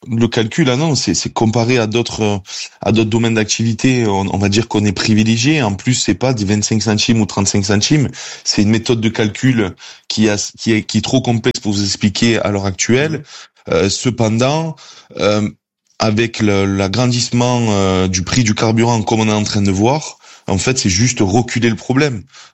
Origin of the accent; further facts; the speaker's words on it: France; on est français